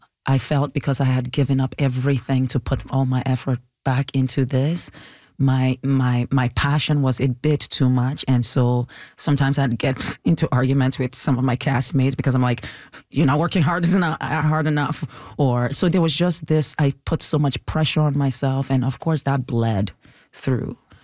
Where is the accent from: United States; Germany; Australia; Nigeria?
Nigeria; has always been trying to suppress my Nigerian-ness, my act, because they were complaining about my accent. I'm like, I can't just pick up an accent and do it.